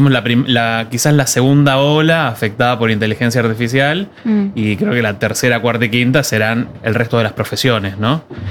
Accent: Tierra del Fuego, Argentina; moved away as an adult; also born or lived in Tucumán, Argentina / Rosario, Argentina / Spain; now in Norway; Soy tucumano. Me crié en Tierra del Fuego y después, bueno, en la universidad donde conocí a mi esposa y demás, en Rosario.

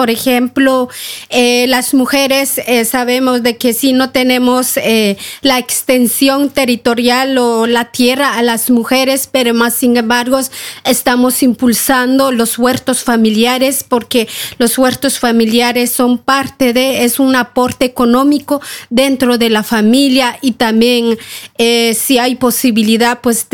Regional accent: Guatemala; de Guatemala, represente de la Organización Coordinadora Nacional Viudas de Guatemala. Somos una organización de mujeres mayas

